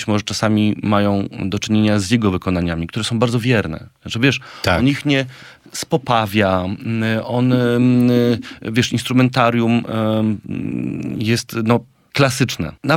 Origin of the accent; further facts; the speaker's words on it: Warsaw, Masovian Voivodeship, Poland; ja jestem z Czerniakowa